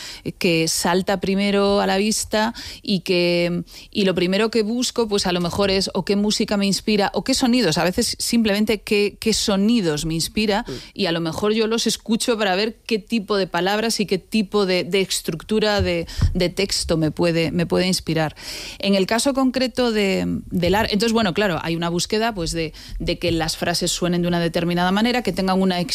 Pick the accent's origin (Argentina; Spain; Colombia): Spain; A Coruña, Galicia; Soy gallega de Coruña. Digámoslo, soy gallega. Gallega de A Coruña.